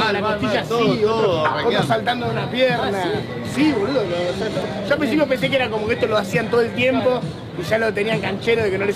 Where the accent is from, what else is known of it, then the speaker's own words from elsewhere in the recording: Mexico; now in Dallas, United States; Yo, México.